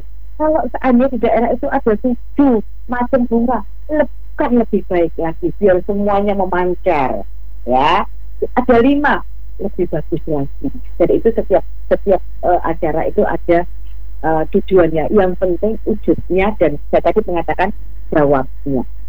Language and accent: Indonesian; Java, Indonesia